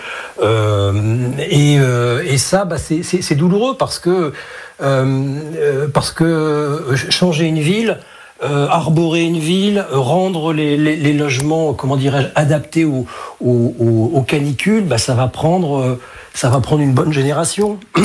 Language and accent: French; Hauts-de-France, France; chez moi dans le Nord-Pas-de-Calais